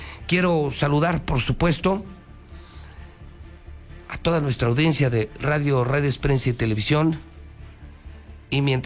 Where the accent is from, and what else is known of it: Mexico